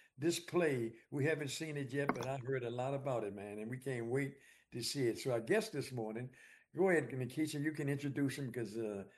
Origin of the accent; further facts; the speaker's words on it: Washington, District of Columbia, United States; moved away; I grew up in Washington, D.C.